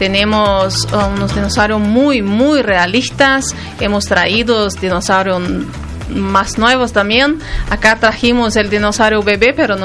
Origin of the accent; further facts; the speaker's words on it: Brazil; Spanish is a second language; moved away as an adult; now in Argentina; Yo soy de Brasil.